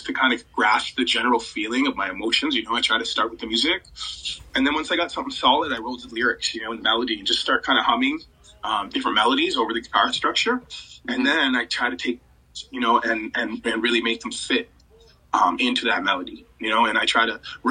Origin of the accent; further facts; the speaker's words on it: Six Nations, Ontario, Canada; I'm from Six Nations, Ontario, which is the reserve about an hour south from Toronto.